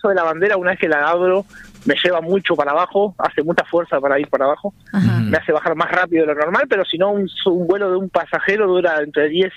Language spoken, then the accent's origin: Spanish; Argentina; moved away as an adult; Yo lo soy siempre y amo ser argentino y viví muchos años fuera y realmente prefiero estar acá.